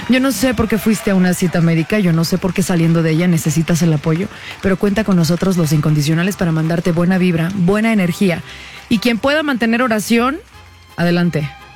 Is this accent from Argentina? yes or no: no; Mexico